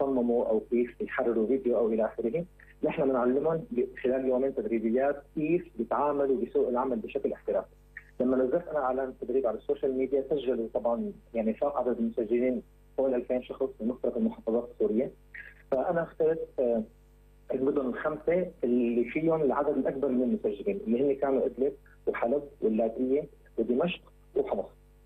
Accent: Syria; now in Dubai, United Arab Emirates; انا ما في سوريا ولكن كوني انا سوري كبلدي هي اولى فيي دائما

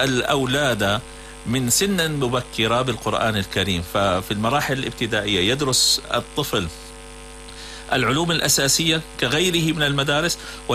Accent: Syria; عندنا في سوريا الحرة، يعني في مناطق الشمال المحرر

